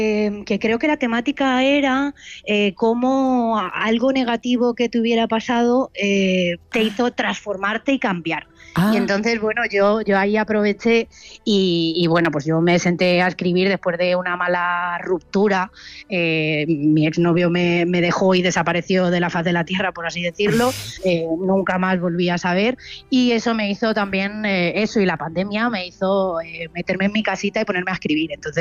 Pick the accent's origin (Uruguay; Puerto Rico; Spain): Spain; Puertollano, Castilla-La Mancha; en la de Puerto Llano, que yo soy de Puerto Llano